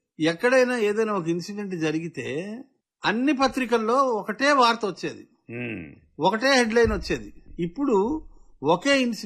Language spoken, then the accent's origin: Telugu; Berhampur, Odisha, India; moved away as an adult; also born or lived in Andhra Pradesh / Vizianagaram; now in Hyderabad, India; నేను తెలంగాణ వాడినా, 40 ఏళ్ల పై చిలుపు నేను తెలంగాణలో ఉన్నాను. పుట్టాను ఆంధ్రాలో, పెరిగింది ఒరిస్సాలో, నేను ఎక్కడ వాడినని. నేను భారతీయుడిని.